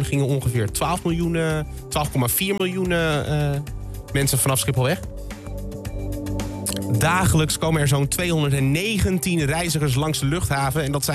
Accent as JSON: {"language": "Dutch", "country": "Netherlands", "said": "Eigenlijk willen wij gewoon overal naartoe als Nederlanders."}